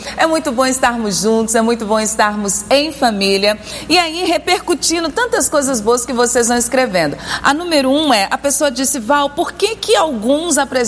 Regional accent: Minas Gerais, Brazil; Eu sou mineira prevenida

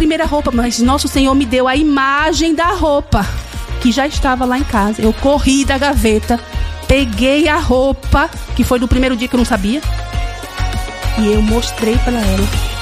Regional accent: Northeast Region, Brazil; E eu sou nordestina? É!

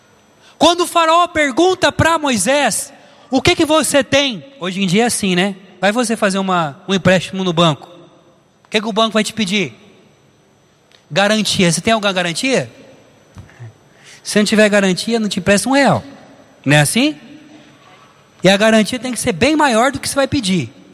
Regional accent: Barretos, São Paulo, Brazil; eu sou de Barretos, terra do peão.

